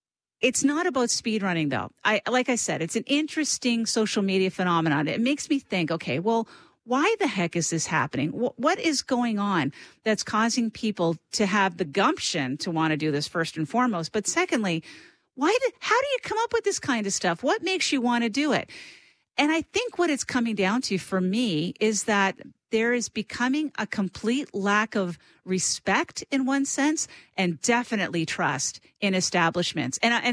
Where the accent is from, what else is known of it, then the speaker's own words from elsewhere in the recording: Cape Breton, Nova Scotia, Canada; I came from Cape Breton, as I said. I'd never met a Scientologist before.